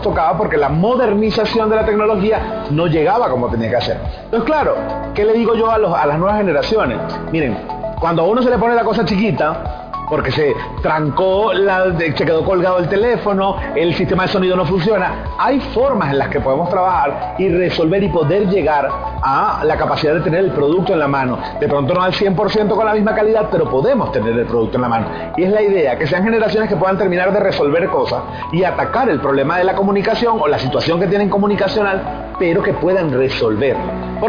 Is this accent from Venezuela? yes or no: yes; Zulia, Venezuela; los dos somos del Zulia